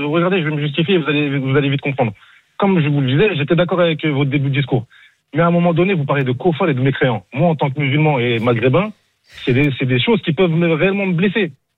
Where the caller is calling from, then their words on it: Lyon, Auvergne-Rhône-Alpes, France; j'habite à Lyon